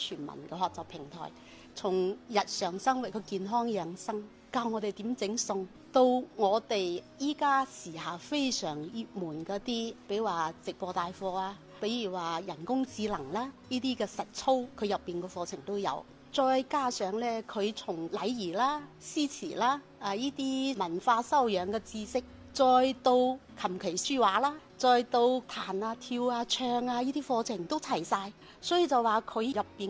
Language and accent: Cantonese; Guangdong, China; 作為我們廣府人